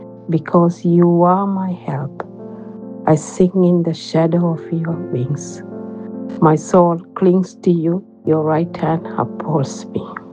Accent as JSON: {"language": "English", "town": "Wembley", "region": "London", "country": "United Kingdom", "said": "I am from Wembley."}